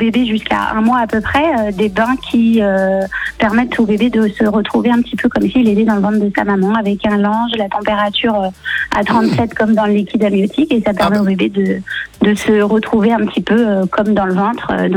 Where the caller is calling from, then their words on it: Missillac, Pays de la Loire, France; Moi je suis de Missillac en Loire-Atlantique.